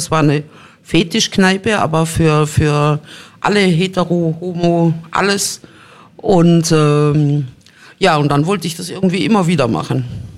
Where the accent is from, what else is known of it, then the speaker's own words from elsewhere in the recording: Mannheim, Baden-Württemberg, Germany; also born or lived in Konstanz; now in Munich, Germany; Nein, aus Mannheim.